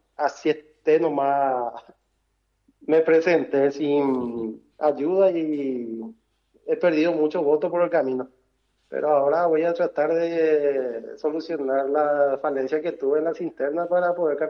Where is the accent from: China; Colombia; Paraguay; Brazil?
Paraguay; Itá, Central; yo soy de la compañía Iwobi